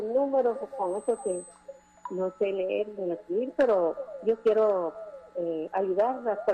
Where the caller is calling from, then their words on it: Villa Nueva, Guatemala Department, Guatemala; De Búcaro.